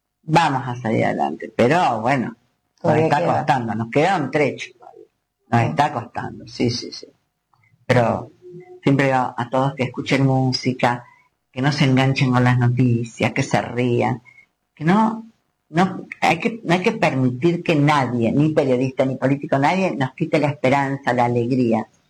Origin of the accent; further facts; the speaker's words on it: Argentina; así somos los argentinos